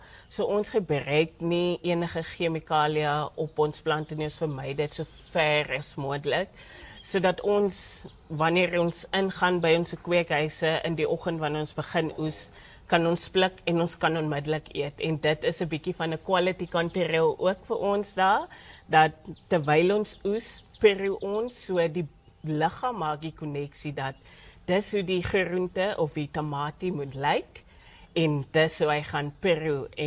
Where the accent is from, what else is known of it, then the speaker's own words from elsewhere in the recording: Stellenbosch, Western Cape, South Africa; ek het groot geword in Stellenbosch area en dis boerdery om ons.